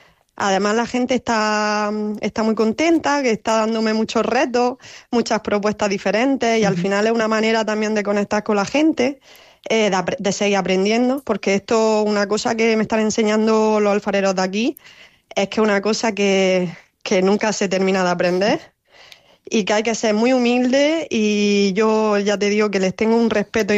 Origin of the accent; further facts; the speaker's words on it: Níjar, Andalusia, Spain; born there; Y yo vine chiquitilla, pero bueno, vine con 8 o 9 años, pero yo ya me siento de aquí. Y es verdad que desde que empecé con la cerámica es como que me siento mucho más del pueblo. Y nada, y ya sí soy de Níjar, se podría decir.